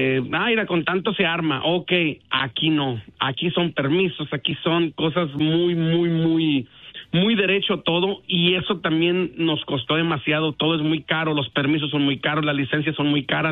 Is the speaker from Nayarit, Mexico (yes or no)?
yes; Tepic, Nayarit, Mexico; now in United States; nosotros somos de Nayarit, del estado de Nayarit, de la parte de Tepic, parte costera también de Santiago Ixcuintla, Nayarit.